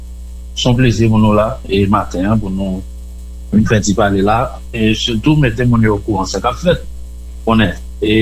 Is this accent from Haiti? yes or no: yes; Haiti; Et nous venons fêter, mais nous venons fêter en tant qu'Haïtien.